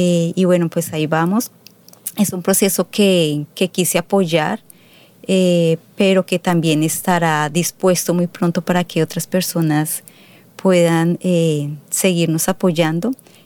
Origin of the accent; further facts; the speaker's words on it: Colombia; now in Australia; algunas inquietudes que como colombianos tenemos aquí, y cómo la embajada nos está ayudando y nos está pues apoyando en el hecho de vivir fuera del país.